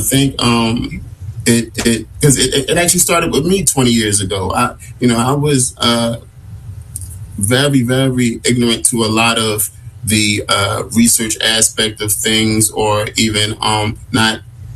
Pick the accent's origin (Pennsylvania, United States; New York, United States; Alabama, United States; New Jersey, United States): Pennsylvania, United States; Philadelphia; coming from the neighborhoods that I come from, you know, I'm from North Philadelphia